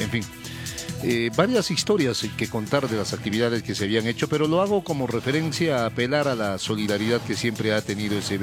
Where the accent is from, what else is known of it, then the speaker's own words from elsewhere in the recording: Cusco, Peru; Por eso mi abrazo a mi tierra bella